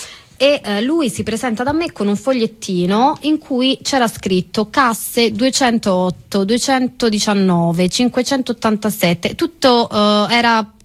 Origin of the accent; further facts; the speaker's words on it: Calabria, Italy; E io gli ho detto no, guarda, sono calabrese, che però effettivamente davanti al Marocco, quindi i miei tratti spesso venivano confusi